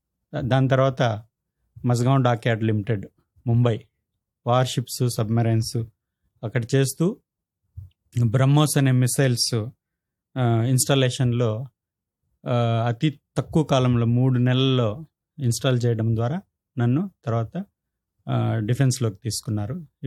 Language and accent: Telugu; V. Kota, Andhra Pradesh, India; born or raised there